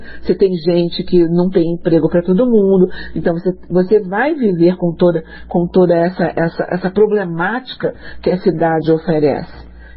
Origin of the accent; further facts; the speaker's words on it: Rio de Janeiro, Brazil; born there; E eu vivo no Rio de Janeiro, nasci e renasci no Rio de Janeiro e vivo no Rio de Janeiro